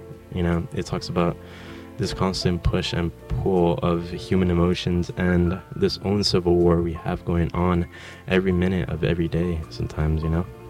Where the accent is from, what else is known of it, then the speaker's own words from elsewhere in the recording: Los Angeles, California, United States; moved away as an adult; now in Santa Barbara, United States; Los Angeles, California. Let's go, my hometown.